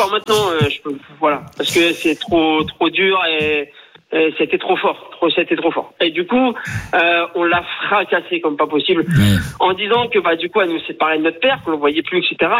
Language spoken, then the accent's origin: French; Hauts-de-France, France; je suis du Nord, mais rien de fou ça.